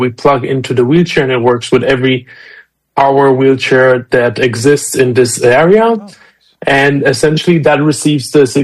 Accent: Germany; English is a second language; also born or lived in Romania; I am originally from Romania, was born in Romania, but grew up in Germany. So we moved to Germany when I was around 6-7 years old, and just did my high school there

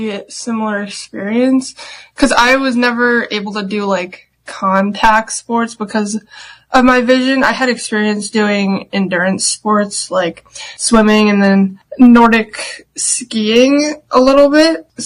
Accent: Minnesota, United States; because I knew how to skate a little bit because I grew up in Minnesota.

